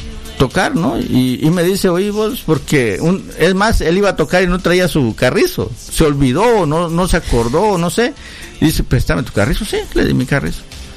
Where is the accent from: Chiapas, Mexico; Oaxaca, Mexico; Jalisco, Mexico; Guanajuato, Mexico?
Chiapas, Mexico; Tuxtla Gutiérrez; yo soy de Tuxtla, ¿no? Soy de Chiapa.